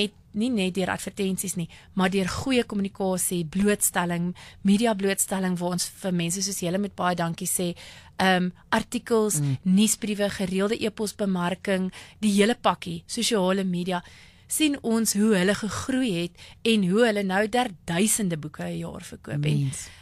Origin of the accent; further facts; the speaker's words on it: Pretoria, Gauteng, South Africa; ek is nou van Pretoria